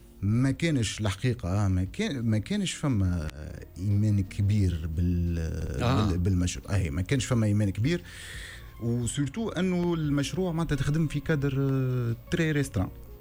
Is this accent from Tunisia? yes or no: yes; Tunisia; تحيه للحومه واد نوار. فهمتني خاطرني تربيت غادي ونشأت غادي